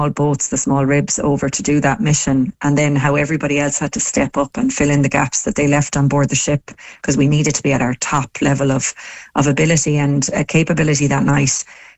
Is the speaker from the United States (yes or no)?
no; Tipperary, Munster, Ireland; moved away as an adult; I come from Tipperary, would you believe, a small farm. And I suppose I grew up on the farm back in the 80s and 90s.